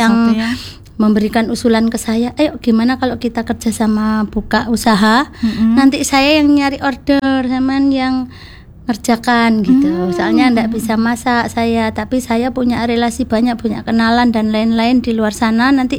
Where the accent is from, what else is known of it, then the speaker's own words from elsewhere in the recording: Trenggalek, East Java, Indonesia; moved away; kebetulan saya itu orang Trenggalek.